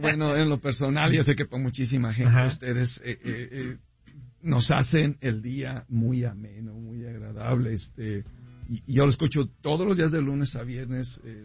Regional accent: Los Reyes, Michoacán, Mexico; now in Guadalajara, Mexico; Yo soy originario de Los Reyes, Michoacán.

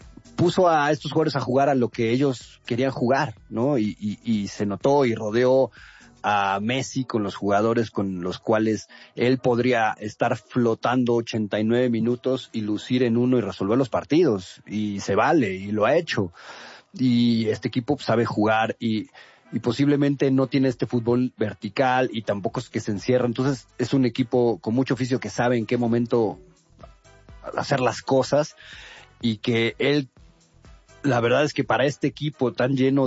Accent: Mexico

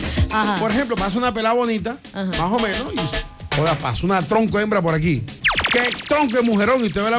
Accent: Barranquilla, Atlántico, Colombia; como buen barranquillero, como buen costeño

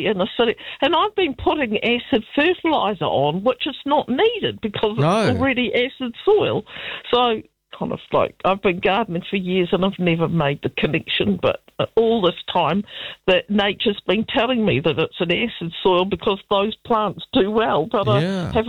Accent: Dunedin, Otago, New Zealand; moved away; I'm originally from Dunedin

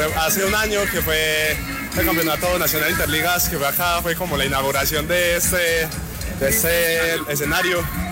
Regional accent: Medellín, Antioquia, Colombia; Yo soy de Medellín y ya es mi segunda vez acá en Ibagué

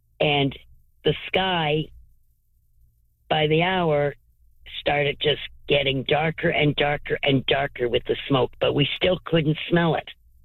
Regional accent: Ontario, Canada; moved away; I'm used to living in the city growing up in Ontario, and I was so close to the stores and everything like

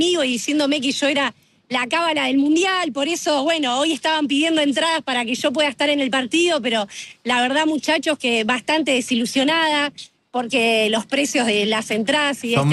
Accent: Laboulaye, Córdoba, Argentina; born there; moved away; also born or lived in Río Negro / Carmen de Patagones; yo nací en La Boulaye

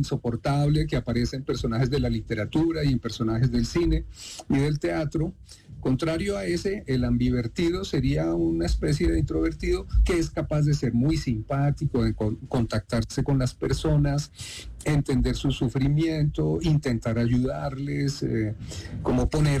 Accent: Bogotá, Colombia; Yo soy Rolo Chapinerún Ohala, pero además soy colombiano y soy colombiano y pertenezco y me miran como colombiano aquí y como Rolo Chapinerún.

